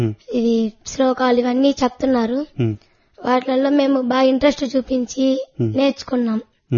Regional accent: Karmanpalli, Andhra Pradesh, India; కార్మాన్పల్లి.

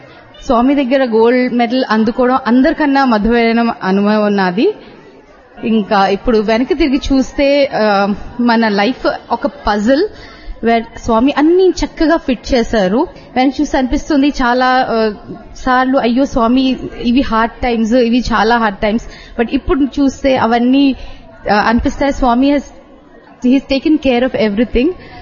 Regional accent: Bangalore, Karnataka, India; నేను బెంగళూరు నుంచి వచ్చాను.

